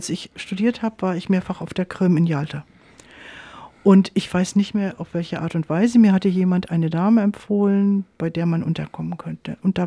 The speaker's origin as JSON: {"language": "German", "country": "Germany", "said": "obwohl ich ja nur als Deutsche bei ihr war"}